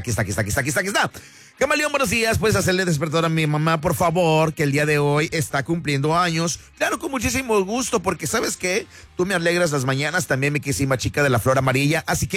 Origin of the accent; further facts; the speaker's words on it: Acapulco, Guerrero, Mexico; Ah, yo soy de Acapulco … yo trabajo en la radio